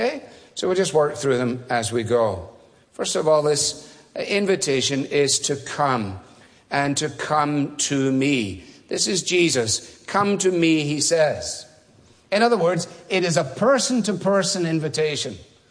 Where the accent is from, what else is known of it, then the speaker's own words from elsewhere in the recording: Scotland, United Kingdom; And in making the call, as a Scotsman, it seemed to me only sensible to ask for it to be person to person.